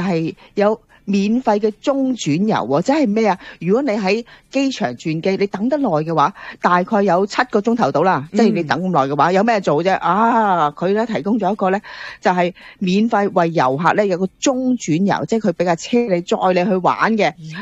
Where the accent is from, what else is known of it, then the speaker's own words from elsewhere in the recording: Hong Kong; moved away; 我哋嚟自香港嘅，有時咧都係喜歡翻去探下親啊